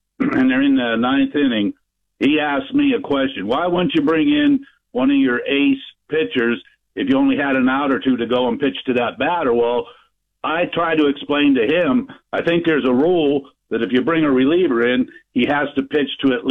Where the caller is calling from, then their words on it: Kane, Pennsylvania, United States; from Kane, Pennsylvania.